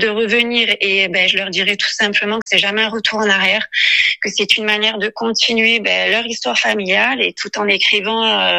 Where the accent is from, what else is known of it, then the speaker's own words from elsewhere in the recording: Marseille, Provence-Alpes-Côte d'Azur, France; now in Corsica, France; Voilà, donc je suis arrivée en Corse en 2004. Parce que je suis de Marseille de base, mais mes racines sont corses